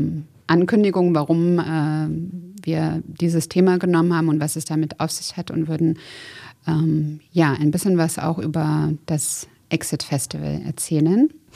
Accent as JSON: {"language": "German", "town": "Novi Sad", "region": "Vojvodina", "country": "Serbia", "tie": "born or raised there", "said": "Ich war erst vor knapp 10 Tagen da, Novi Sad, meine Heimatstadt."}